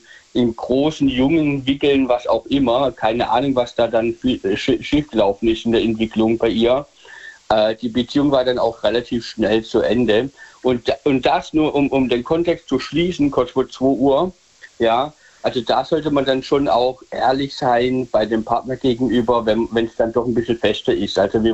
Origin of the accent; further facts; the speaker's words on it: Michelstadt, Hesse, Germany; Ja, aus Michelstadt, Hessen.